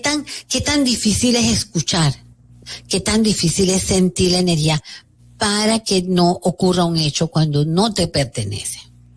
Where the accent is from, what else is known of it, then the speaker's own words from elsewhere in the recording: Venezuela; me siento con una tristeza muy, muy grande por lo ocurrido en mi país. Yo lo dije en un programa, en varios programas que venía eso para Venezuela